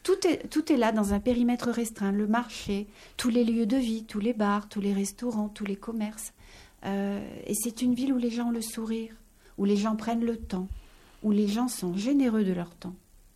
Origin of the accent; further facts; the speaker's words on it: Paris, Île-de-France, France; Je suis parisienne d'origine et j'ai trouvé dans cette ville.